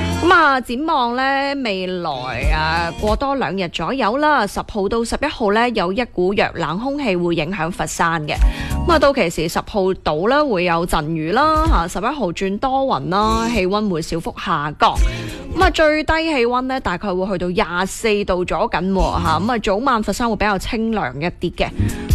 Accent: Guangdong, China; 我哋广东人

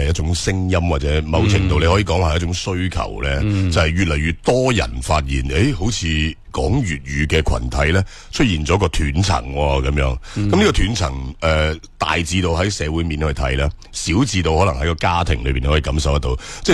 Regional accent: Guangdong, China

